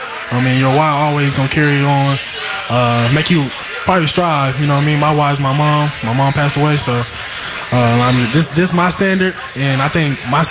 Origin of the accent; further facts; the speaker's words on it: Houston, Texas, United States; also born or lived in New Orleans, Louisiana; But, Hurricane Katrina moved me to Houston, so when people ask me where I'm from, I'll probably say Houston, Texas.